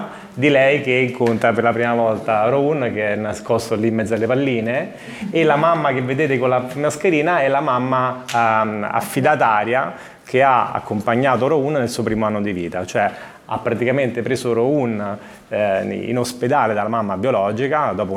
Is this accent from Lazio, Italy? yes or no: yes; Rome, Lazio, Italy; born there; Io sono nato a Roma e i miei genitori mi hanno, come dire, cresciuto